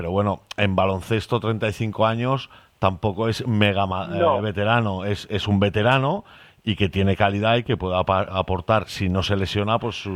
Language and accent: Spanish; Spain